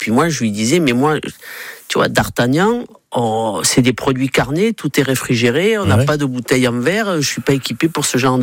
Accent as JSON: {"language": "French", "region": "Gascony", "country": "France", "tie": "born or raised there", "said": "Quand j'étais jeune en Gascogne, c'était vraiment l'entreprise du coin, ouais, qui comptait. Quand ils venaient au restaurant chez mes parents"}